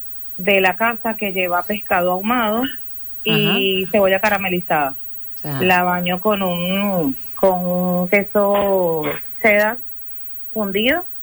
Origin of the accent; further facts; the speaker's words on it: Venezuela; now in Spain; Solo esos dos productos que me representan como venezolana.